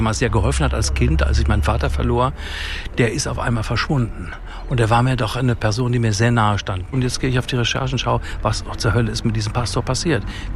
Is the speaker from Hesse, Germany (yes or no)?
yes; Großkrotzenburg, Hesse, Germany; Ich bin in Groß-Kotzenbosch groß geworden, am Main. Ah ja, und ich bin dann in Aschenbech zur Schule gegangen